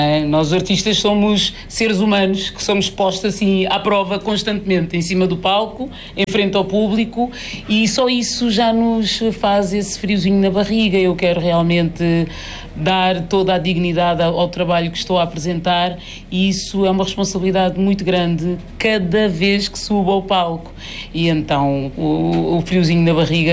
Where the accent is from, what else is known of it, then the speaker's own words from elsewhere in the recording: Portugal; born there; porque eu, para além de cabo-verdiana, sou portuguesa, eu tenho dupla nacionalidade, nasci aqui e em Portugal